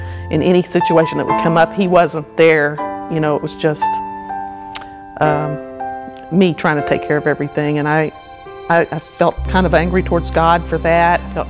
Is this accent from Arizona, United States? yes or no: no; Houston, Texas, United States; also born or lived in Midland; I'm originally from Houston, Texas. We lived in Midland for about 14, 15 years.